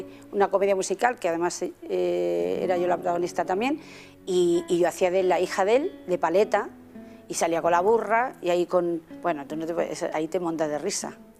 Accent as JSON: {"language": "Spanish", "town": "Madrid", "region": "Community of Madrid", "country": "Spain", "tie": "born or raised there", "said": "De la Gran Vía, yo soy la niña de la Gran Vía."}